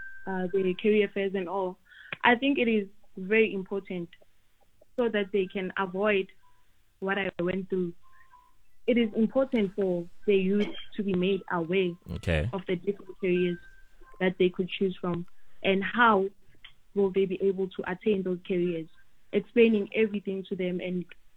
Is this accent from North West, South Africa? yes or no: yes; Klerksdorp, North West, South Africa; Well, I come from a very small town, Klerksdorp. I come from Kanana, as in Klerksdorp in Northwest. So we don't have a lot of exposure to career fairs and all those things. It's just a small town from Ekasi.